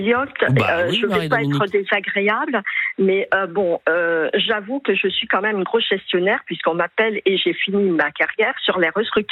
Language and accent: French; Île-de-France, France; j'ai fait la province comme Paris, comme l'Île-de-France, puisque je suis des Hauts-de-Seine